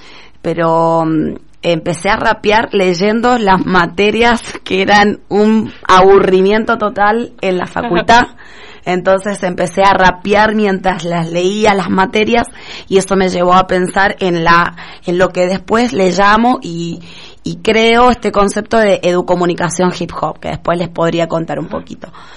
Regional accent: Mendoza, Argentina; also born or lived in San Juan, Argentina; soy sanjuanina, nacida en San Juan, criada en Mendoza, pero nacida en San Juan

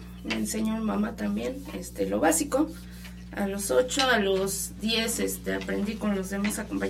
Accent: Cholula, Puebla, Mexico; Nací en Puebla, pero crecí aquí en Cholula. La mayor parte de mi vida fue aquí de Cholula

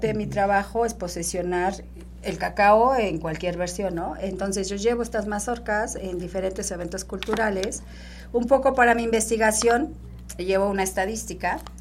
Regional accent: Hidalgo, Mexico; now in Cholula, Mexico; he vivido más acá que en mi pueblo, que es Zapán Hidalgo, que es chiquito, es bonito

